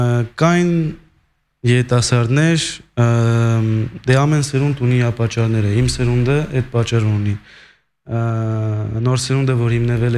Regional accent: Lyon, Auvergne-Rhône-Alpes, France; Ես Լյոնից եմ

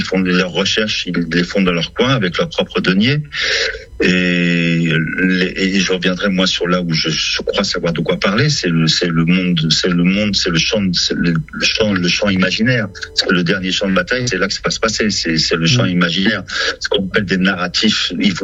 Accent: Lebanon; moved away; Pendant la guerre, nous, quand on est parti, mon père, je l'ai revu 8 ans plus tard, quoi. On a quitté le Liban.

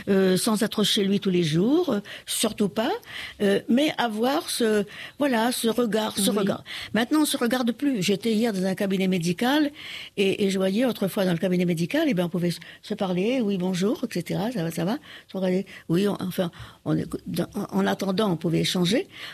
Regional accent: Les Avirons, Réunion; now in Saint-Denis, Réunion

